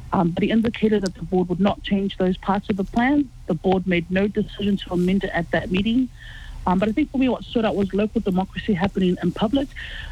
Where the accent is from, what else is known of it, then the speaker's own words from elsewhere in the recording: Auckland, New Zealand; I know we're both from Otara